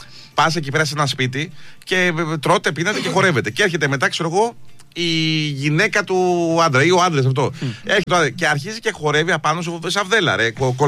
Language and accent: Greek; Greece; εγώ που είμαι Έλληνας